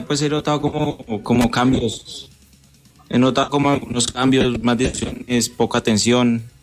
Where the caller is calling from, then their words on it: Zipaquirá, Cundinamarca, Colombia; Estoy en la ciudad de Zipaquirá